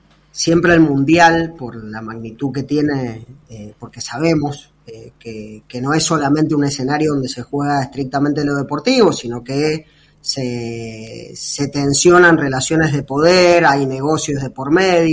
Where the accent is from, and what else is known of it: Argentina